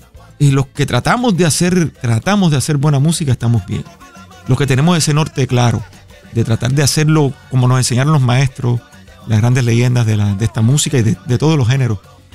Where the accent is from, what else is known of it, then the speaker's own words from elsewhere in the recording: Cuba; moved away; Cuando llegué de Cuba traía muchas canciones, escribía mucho y nadie me grababa, es la verdad.